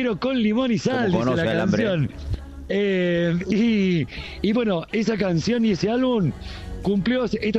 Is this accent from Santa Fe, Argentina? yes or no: no; Mendoza, Argentina; now in Córdoba, Argentina; Yo soy mendocino, no me sale, vivo en Córdoba. Y cada tanto me dicen, ah, tenés tonada cordobesa.